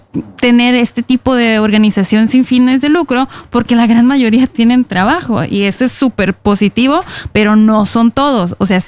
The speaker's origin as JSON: {"language": "Spanish", "region": "Baja California", "country": "Mexico", "said": "somos vecinos a muchos kilómetros, pero somos baja californianos los dos."}